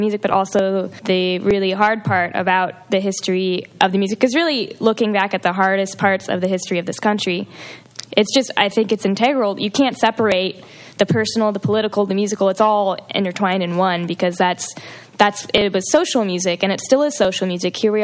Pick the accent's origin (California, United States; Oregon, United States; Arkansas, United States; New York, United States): Oregon, United States; I'm an outsider. I'm from Oregon.